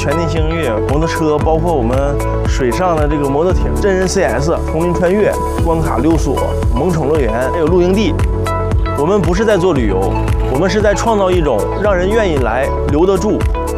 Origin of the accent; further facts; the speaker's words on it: China; 我们Xiaozhujia村